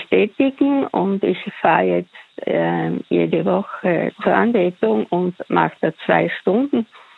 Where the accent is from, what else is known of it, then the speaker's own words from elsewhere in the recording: Styria, Austria; Ich bin aus der Steiermark.